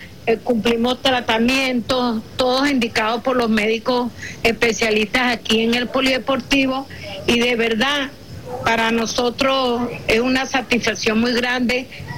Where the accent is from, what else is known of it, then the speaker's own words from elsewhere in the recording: La Guaira, Venezuela; lo que yo he vivido aquí en Vargas. Soy nacida y criada aquí en Vargas y esta es la tercera tragedia que yo he vivido.